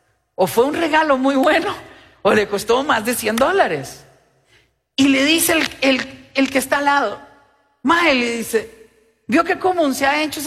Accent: Nicaragua; Le hago la pregunta para contarle que yo también soy nica. Y que me emociona decir que mi mamá era de Nicaragua.

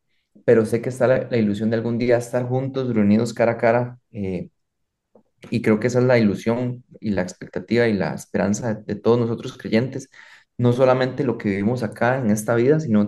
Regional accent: Costa Rica; yo como costarricense, hay palabras que en Costa Rica se entienden

